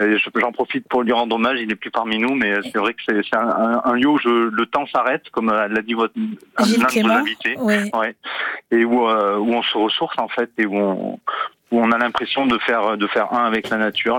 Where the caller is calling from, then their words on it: Valréas, Provence-Alpes-Côte d'Azur, France; Je suis à Valréas, dans le Vaucluse.